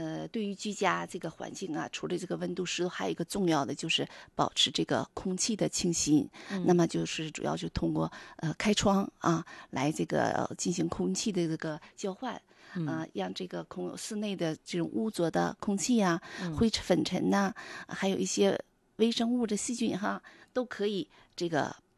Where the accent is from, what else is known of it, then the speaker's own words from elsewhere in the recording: Northeast China, China; 我们东北这个现在是取暖季。